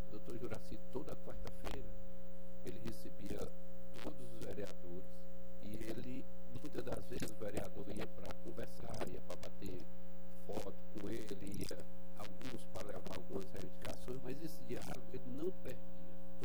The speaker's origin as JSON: {"language": "Portuguese", "town": "Crateús", "region": "Ceará", "country": "Brazil", "tie": "born there", "moved": "yes", "lives_now": "Fortaleza, Brazil", "said": "Em Crateús, que é a terra onde eu nasci"}